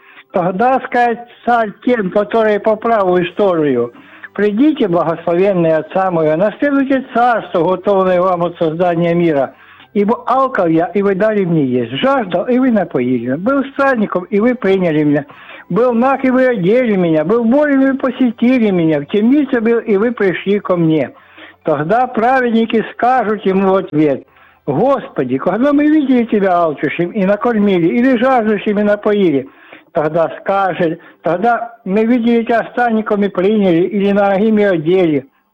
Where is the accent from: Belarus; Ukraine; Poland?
Ukraine; Zaporizhzhia Oblast; я із Запорізької області.